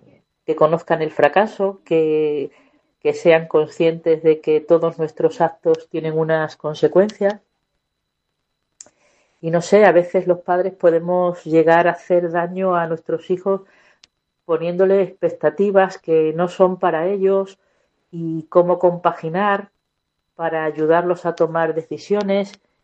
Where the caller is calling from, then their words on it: Extremadura, Spain; les hablo desde Extremadura. Soy una madre de tres hijos